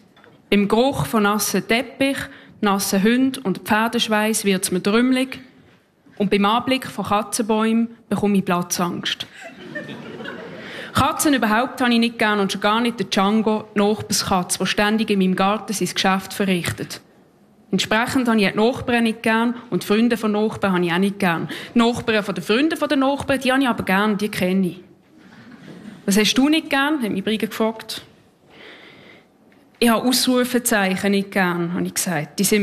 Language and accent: German; Basel, Basel-Stadt, Switzerland; ich komme aus Basel, ich bin Slam-Poetin und Spoken-Word-Autorin.